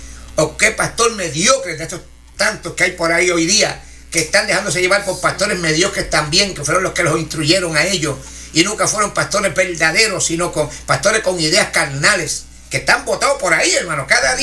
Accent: Corozal, Puerto Rico; allá en Corozal, en mi pueblo.

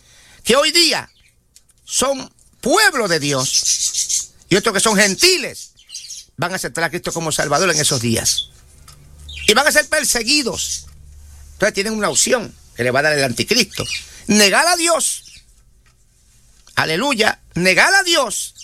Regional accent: Corozal, Puerto Rico; En mi pueblo, en Corozal. Mi pueblo y amado pueblo.

